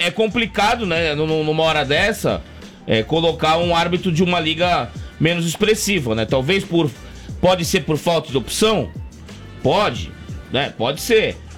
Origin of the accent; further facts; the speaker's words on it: Santos, São Paulo, Brazil; Ele é lá de Santos. Ele é lá da minha cidade.